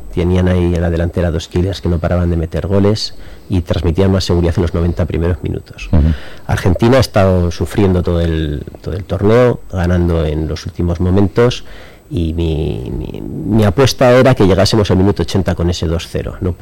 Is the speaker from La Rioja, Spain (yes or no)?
yes; La Rioja, Spain; lo que somos los riojanos, que somos gente aficionada, honesta y animadora de nuestra selección española